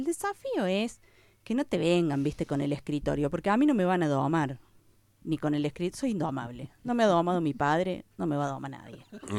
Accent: Capilla del Monte, Córdoba, Argentina; A mí me define mi conducta y mi gente en mi pueblo

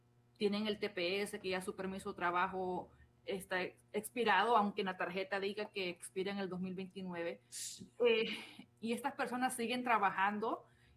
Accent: Honduras; yo soy hondureña y yo sé que muchos compatriotas míos estaban aquí con el estatus de protección

